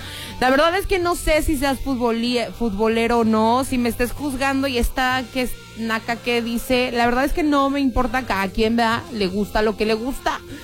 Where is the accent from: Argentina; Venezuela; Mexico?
Mexico; Mexico City; crecí en Ciudad de México.